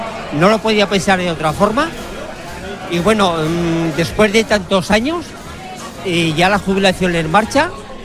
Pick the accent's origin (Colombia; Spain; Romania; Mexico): Spain; Tudela, Navarre; born or raised there